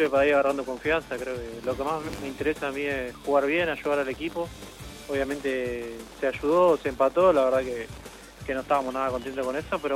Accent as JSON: {"language": "Spanish", "town": "Lanús", "region": "Buenos Aires Province", "country": "Argentina", "moved": "yes", "lives_now": "Uruguay", "said": "Yo vengo, soy de Lanús. Los primeros 6 meses estuve en Atlético Tucumán. Después estuve otra vez en Lanús"}